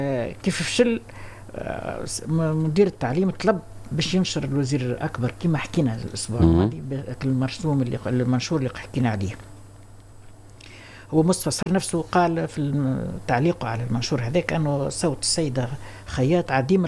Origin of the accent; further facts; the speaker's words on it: Tunisia; accent: Tunisian; كما نقولوا باللغة بلهجتنا التونسية